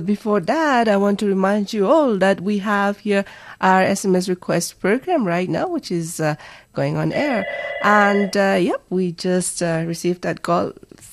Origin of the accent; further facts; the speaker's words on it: Kohima, Nagaland, India; Okay, so we're from the same place.